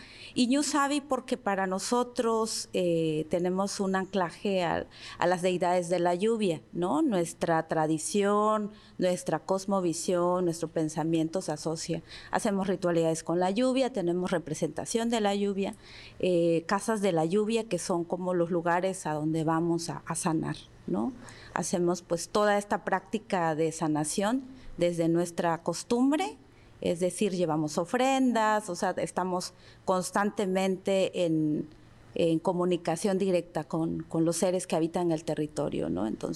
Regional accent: Mexico; first language Mixtec (Tu'un Savi); Spanish is a second language; Sí, hace un momento les saludé en mi lengua materna, ¿no? El Tun Savi, que es la palabra la lluvia.

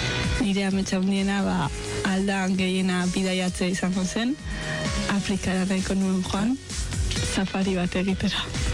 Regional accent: Azpeitia, Basque Country, Spain; baita Azpeitiarra naiz, eta 16 urte dazket.

